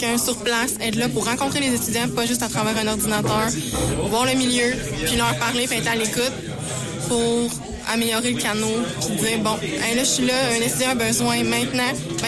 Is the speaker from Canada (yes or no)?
yes; La Tuque, Quebec, Canada; Moi, je viens de la TUC, j'ai fait mon cégep à la TUC.